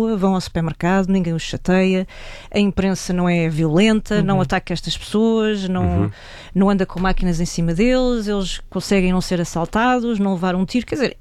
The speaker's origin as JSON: {"language": "Portuguese", "country": "Portugal", "said": "nós esquecemos muito disto enquanto portugueses."}